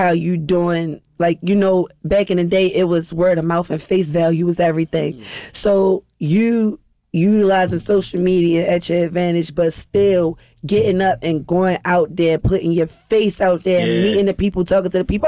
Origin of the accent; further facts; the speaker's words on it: Baltimore, Maryland, United States; You see how Baltimore, you see how we talk